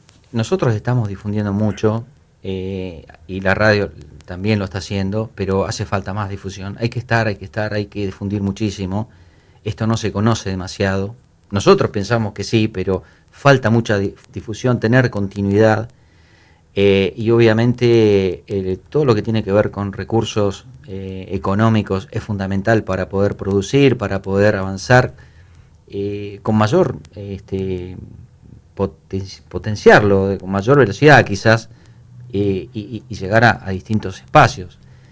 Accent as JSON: {"language": "Spanish", "region": "Santa Cruz", "country": "Argentina", "said": "yo tengo chacareras igual que hablan de Santa Cruz, de nuestra región."}